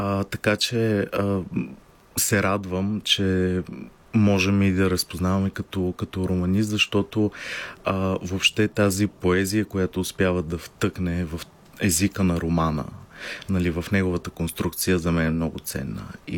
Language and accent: Bulgarian; Varna, Varna Province, Bulgaria; съм от Варна, аз съм от този край